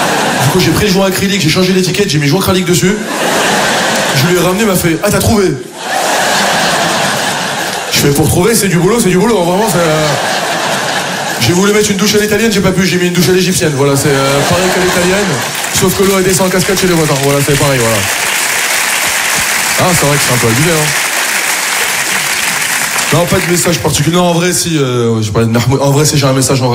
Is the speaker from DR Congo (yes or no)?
no; France